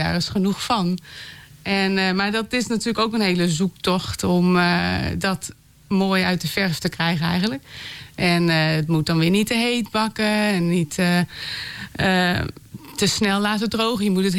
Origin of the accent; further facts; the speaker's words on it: Netherlands; ik ben ook geboren in de Rijdenwolderpolder. Dus ik ben een boerendochter.